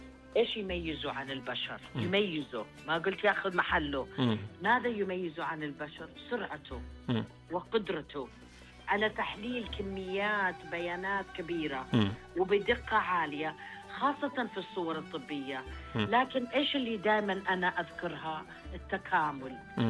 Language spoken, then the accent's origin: Arabic; Saudi Arabia; المفروض نفتخر كسعوديين.